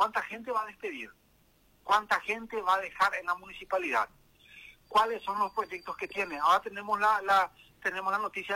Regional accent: Paraguay; nosotros ahora como paraguayos

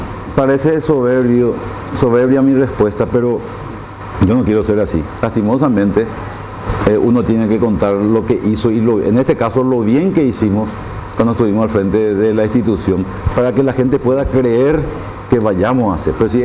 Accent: Asunción, Paraguay; yo soy un asunceno orgulloso de mi historia como todos, pero avergonzado por el presente.

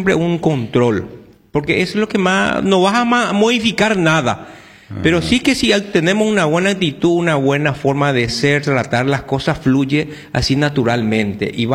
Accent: Paraguay; me conoce como el …

